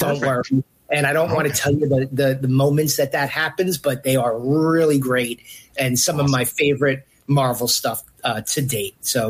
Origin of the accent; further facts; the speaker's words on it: New York, United States; I'm a born and raised New Yorker.